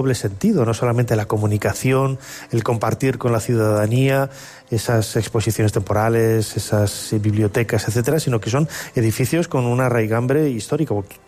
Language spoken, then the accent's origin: Spanish; León, Castile and León, Spain; born there; also born or lived in Valladolid; Además, bueno, yo nací en León, viví en Valladolid